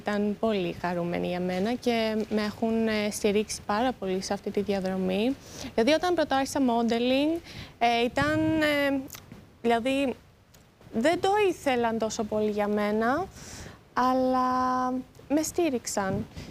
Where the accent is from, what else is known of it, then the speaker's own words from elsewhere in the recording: Hong Kong; also born or lived in Sydney, Australia / Greece; Αλλά γεννήθηκα στο Σιδνί και μεγάλωσα στο Χονγκ Κονγκ. Εντάξει, ανάμεσα Χονγκ Κονγκ και Ελλάδα. Μερικά χρόνια στην Ελλάδα.